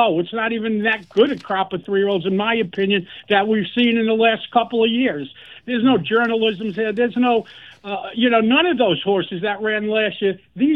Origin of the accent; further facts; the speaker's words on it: New York, United States; when I was a kid growing up in New York